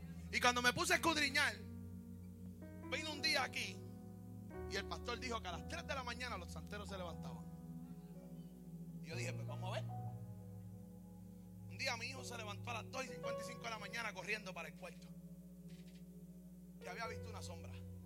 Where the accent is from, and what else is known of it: Puerto Rico